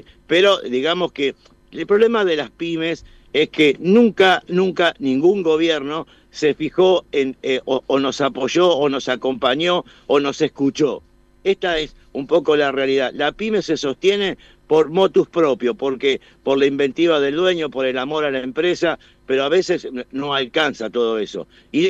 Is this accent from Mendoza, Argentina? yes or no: no; Morón, Buenos Aires Province, Argentina; yo soy de Morón, estoy en el conurbano